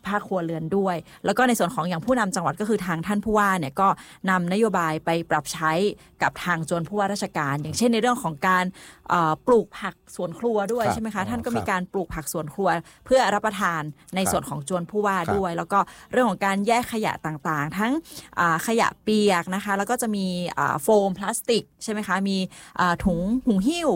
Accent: Lamphun, Thailand; คนเราเป็นคนลำพูนเหมือนกันนะคะ

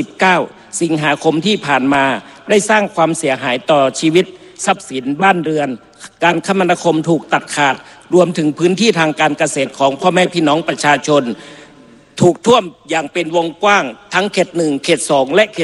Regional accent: Nan Province, Nan, Thailand; แม้ว่าผมจะเป็นส.ส.คนจังหวัดน่านเขต2แต่เหนือสิ่งอื่นใดผมเป็นคนจังหวัดน่าน

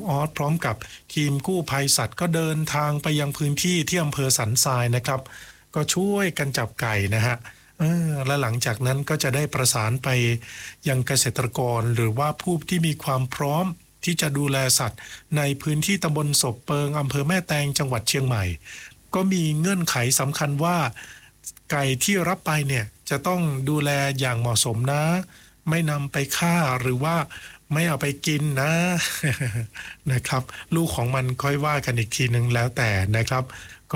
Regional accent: Northern Thailand, Thailand; เราในฐานะคนเหนือเหมือนกันนะครับ

